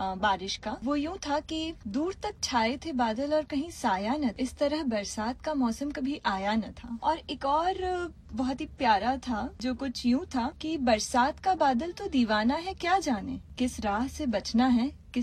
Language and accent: Hindi; Indore, Madhya Pradesh, India; मैं इंदौर से हूँ और मैं गूगल एड्स में काम करती हूँ।